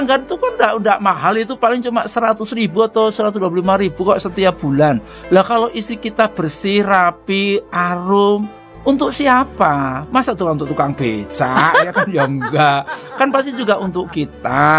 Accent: Java, Indonesia; Saya ini orang Jawa, dulu sama ibu saya diajarin lulur.

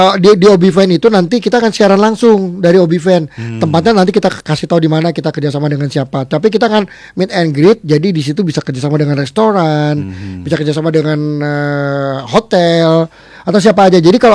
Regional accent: Sumatra, Indonesia; karena aku tinggal di Sumatera, aku lahir gede di Sumatera kan.

